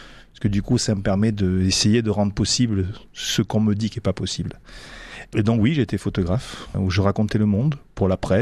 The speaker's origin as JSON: {"language": "French", "region": "South-West France", "country": "France", "accent": "Sud-Ouest (South-West French)", "moved": "as an adult", "lives_now": "Niort, France", "said": "j'ai l'accent du Sud-Ouest parce que je viens du Sud-Ouest. Je suis à Niort depuis 2 ans, donc vous allez l'entendre."}